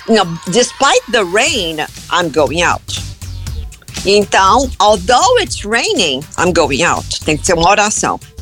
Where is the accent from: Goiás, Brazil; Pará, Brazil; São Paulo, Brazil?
Goiás, Brazil; Goiânia; now in California, United States; Goiana, americana